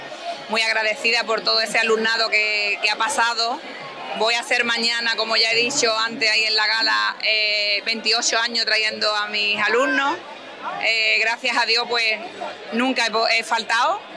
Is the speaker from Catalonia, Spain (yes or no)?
no; Andalusia, Spain; es mi feria, yo soy de aquí del Colorado